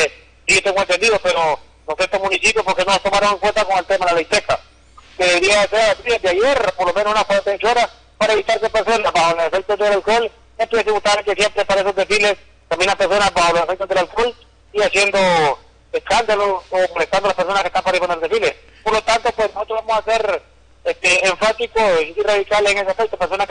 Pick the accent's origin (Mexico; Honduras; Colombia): Honduras; somos hondureños y sentimos el fervor patriótico